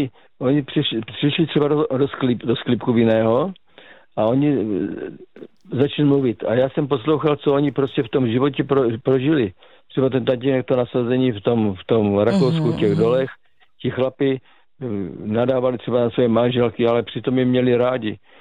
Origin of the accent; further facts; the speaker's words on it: Žeravice, South Moravian Region, Czechia; also born or lived in Kyjov; Já pocházím z Moravskoslovácka, to jsem už několikrát říkal. Městečka Žeravice se to jmenuje, mezi Kyjovem a Vzencem. V Kyjově jsem se narodil.